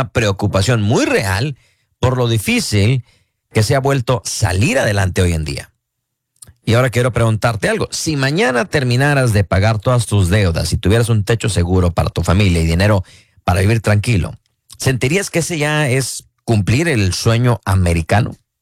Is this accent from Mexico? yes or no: yes; Mexico; now in United States; a lo mejor las cosas se ponen feas y somos mexicanos, pues mejor nos regresamos